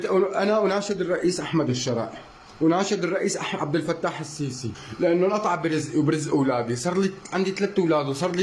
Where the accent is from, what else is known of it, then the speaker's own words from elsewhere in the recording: Syria; أنا مواطن مصري عايش بسوريا، صار لي من يوم اللي خلقت وأنا عايش بهذا البلد. من يوم اللي الله خلقني أمي سورية وأبي مصري، وخلقت وربيت بسوريا.